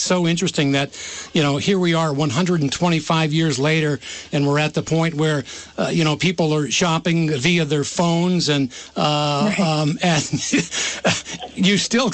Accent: Burlington, Vermont, United States; I grew up in Burlington, but I can remember when you wanted corn, you drove out to Mallets Bay Ave and you bought it from one of the families, right?

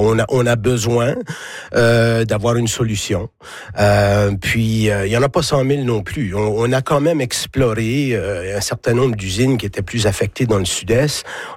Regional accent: Cap-Pelé, New Brunswick, Canada; C'est particulier pour moi, là. Je suis originaire de Capelé. Mon père était beaucoup

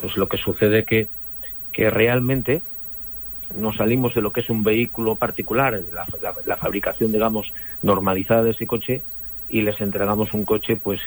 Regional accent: Asturias, Spain; cuando estás fuera de Asturias, pues como buen asturiano presumes, ¿no?

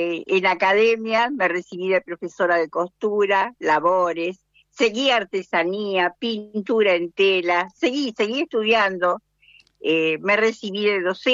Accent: Don Torcuato, Buenos Aires Province, Argentina; also born or lived in San Pedro, Buenos Aires Province; Soy nacida en San Pedro, provincia de Buenos Aires. Vine de un año y medio. Mis padres compraron aquí, en Torcuato, y aquí me quedé.

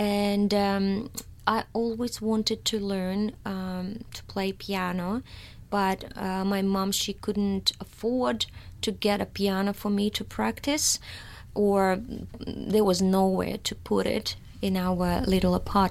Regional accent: Russia; moved away as an adult; now in Australia; apparently, and I'm from Russia and have been in Australia for the last almost 9 years.

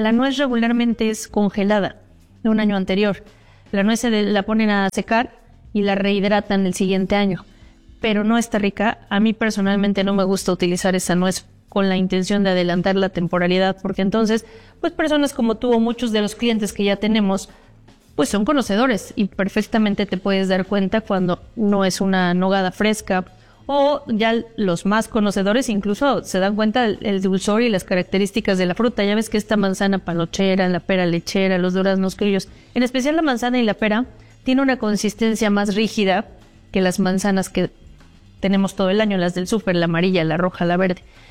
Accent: Puebla, Mexico; hay que lucirnos como poblanos

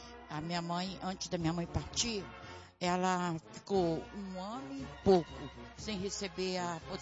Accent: Bangu, Rio de Janeiro, Brazil; Lá de Bangu.

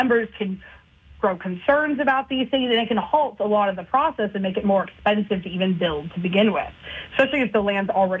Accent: Texas, United States; I mentioned earlier I was from Texas

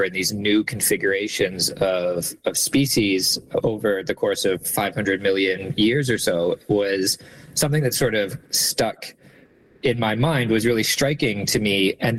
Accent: Calgary, Alberta, Canada; I grew up in Calgary, and I spent a lot of time in Drumheller trying to find dinosaur fossils.

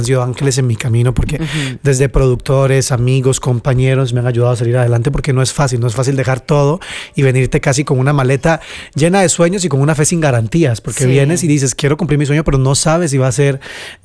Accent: Costa Rica; moved away as an adult; now in Mexico; amo mi país, amo Costa Rica, pero el crecimiento laboral que me iba a dar México, yo lo tenía muy claro. Uh-huh. Y por eso agradezco haberme venido para este país

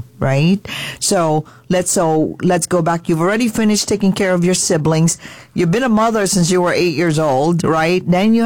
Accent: Philippines; because I am Filipino.

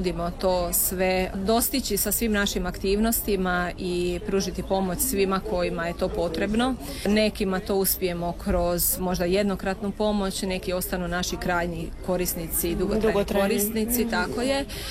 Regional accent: Slavonia, Croatia; Iz Slavonije sam, moja obitelj je prošla rat, izbjeglištvo i nekako me uvijek vukla ta priča i ta tema.

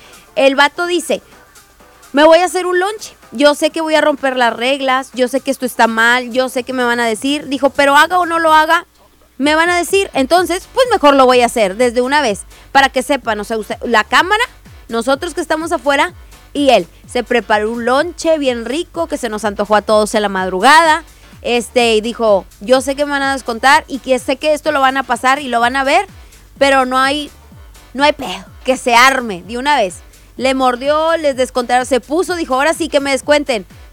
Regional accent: Monterrey, Nuevo León, Mexico; somos de Monterrey

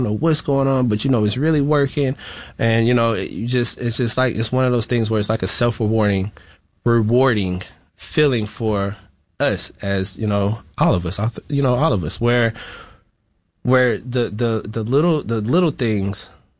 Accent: Florida, United States; growing up in a family where my mom had to have 2 jobs and it was 7 of us getting raised together. I was raised in Florida.

